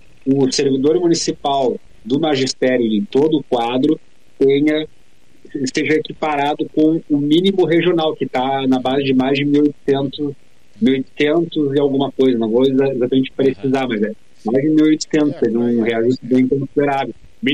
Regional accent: Bagé, Rio Grande do Sul, Brazil; moved away as an adult; now in Pelotas, Brazil; em Bagé, minha terra natal, portanto, então estou há 16 anos morando em Pelotas

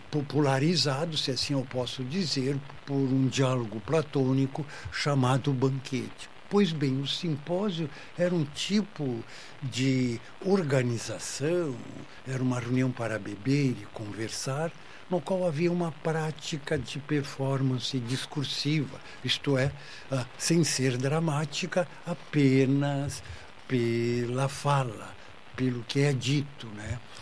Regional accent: Brazil; nós, enquanto brasileiros

